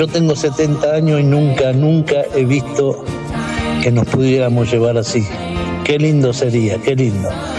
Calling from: Puan, Buenos Aires Province, Argentina; de Puan, los escucho todas las mañanas.

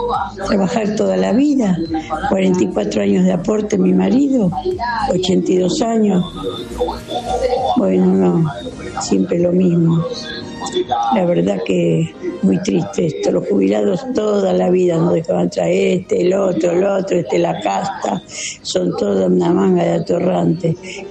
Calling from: Castelar, Buenos Aires Province, Argentina; de Castelar

